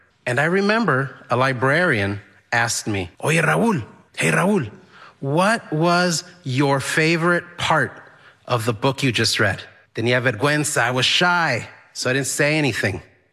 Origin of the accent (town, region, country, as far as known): El Paso, Texas, United States; born or raised there; moved away as an adult; also born or lived in Juarez, Mexico; now in Boston, United States